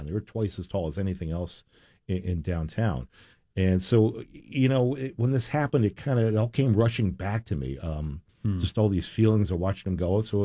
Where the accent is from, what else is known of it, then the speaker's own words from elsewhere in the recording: New York, United States; So I was born in New York. My dad was a New York City cop, and his precinct was in the West Village, Greenwich Village, few blocks north of where the towers were.